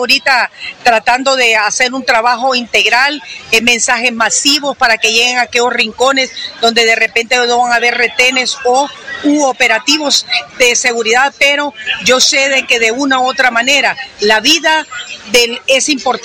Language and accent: Spanish; Honduras; una hondureña más.